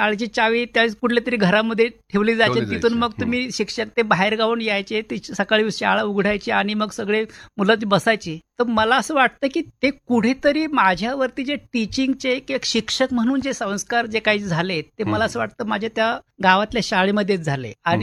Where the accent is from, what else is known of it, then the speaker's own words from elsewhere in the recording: Rajewadi, Maharashtra, India; born there; माझा जन्म हा भीमाशंकर जे एक तीर्थक्षेत्र आहे, 12 ज्योतिर्लिंगापैकी एक असलेलं हिमालयाच्या सह्याद्रीच्या रांगेमध्ये असलेलं भीमाशंकर, त्या भीमाशंकर पासून 20 किलोमीटर अलीकडे असणार एक राजेवाडी असं छोटस गाव आहे.